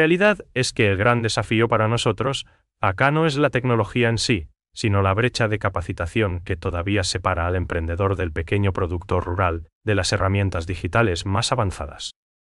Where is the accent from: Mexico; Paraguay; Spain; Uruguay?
Paraguay; la calidad del producto y ese trato cercano que nos caracteriza como paraguayos.